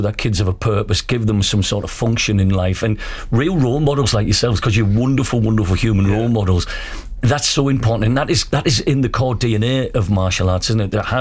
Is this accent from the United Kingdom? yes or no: yes; Trimdon, North East England, United Kingdom; I'm from Trimden.